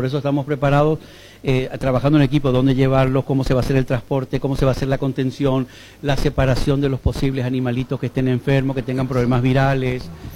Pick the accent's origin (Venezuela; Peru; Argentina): Argentina; Buenos Aires; moved away as an adult; also born or lived in Spain; now in Paraguay; cuando yo tenía 6 años, mi madre nos llevó a vivir a Buenos Aires, yo volví con 18 años y a los 23 ya me fui de Paraguay y no volví hasta el 2015.